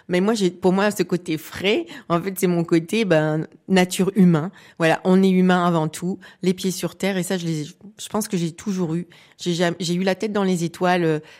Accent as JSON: {"language": "French", "region": "Hauts-de-France", "country": "France", "said": "Je viens du nord de la France et à l'époque, voilà, j'ai eu un grand-père qui allait à la mine"}